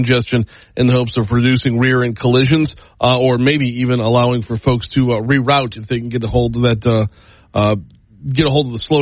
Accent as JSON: {"language": "English", "town": "Madisonville", "region": "Louisiana", "country": "United States", "tie": "born or raised there", "moved": "yes", "said": "Growing up in St. Tammany, I never realized just how backwoods and corrupt we were."}